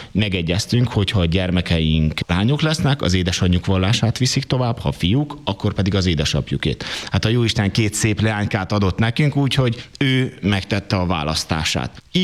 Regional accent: Transylvania, Romania; now in Sárvár, Hungary; Legyenek tisztában a saját identitásukkal, mint székelyek, mint erdélyi emberek, és legyenek tisztában az identitásukkal, mint sárvári, mint ikervári, mint vas megyei emberek, hogy tudják, hogy ide is tartozunk, és oda is tartozunk.

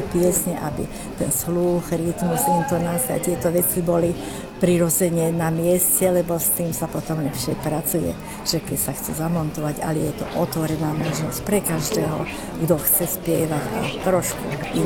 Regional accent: Šaľa, Nitra Region, Slovakia; som zo Šale, som vedúca tohto spevokolu … bývalá učiteľka na klavír.

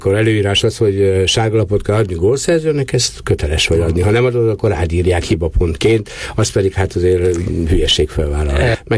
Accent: Emőd, Borsod-Abaúj-Zemplén, Hungary; born there; also born or lived in Eger

